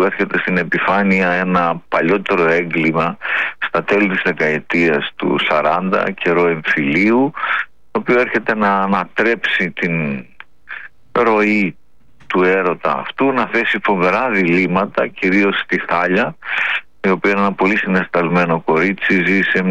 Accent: Epirus, Greece; now in Athens, Greece; Μελάτε Άρτα, τα ημιωρινά τη Άρτα. Πηγαίνω εκεί και μένω 5-6 μήνες το χρόνο.

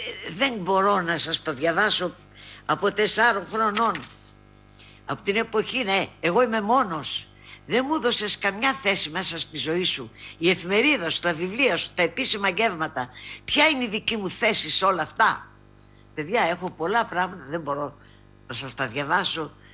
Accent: Macedonia, Greece

